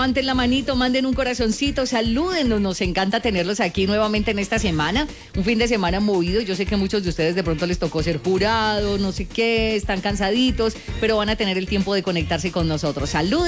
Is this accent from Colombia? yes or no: yes; Colombia; nosotros como colombianos